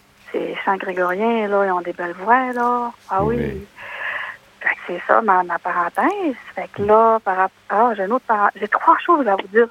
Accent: Alma, Quebec, Canada; Alors, moi, je suis d'Alma. Je crois que je suis un peu plus jeune que la majorité de vos auditeurs.

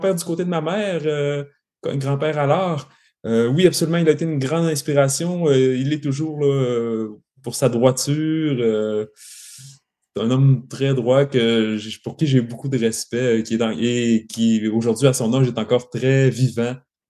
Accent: Saint-Prime, Quebec, Canada; je suis originaire de Saint-Prime, un petit village du lac Saint-Jean. C'est un petit village agricole de campagne situé entre Roberval et Saint-Félicien.

